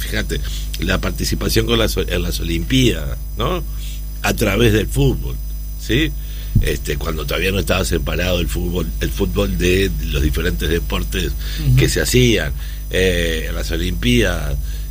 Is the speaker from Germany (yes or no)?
no; Uruguay